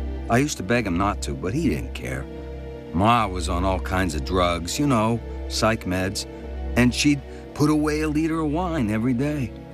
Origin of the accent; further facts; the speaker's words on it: Berwyn, Illinois, United States; born there; I was born in Berwyn, west side of Chicago.